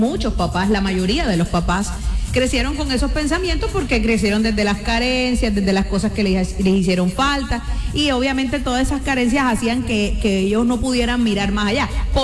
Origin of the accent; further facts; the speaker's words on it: Cartagena, Bolívar, Colombia; somos las cartageneras. Las cartageneras estamos como el caballo cochero, ciego, enfocadas en un solo hombre.